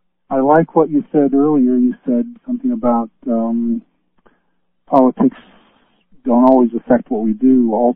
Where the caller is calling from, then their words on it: Boulder, Colorado, United States; I'm calling you from Boulder, Colorado.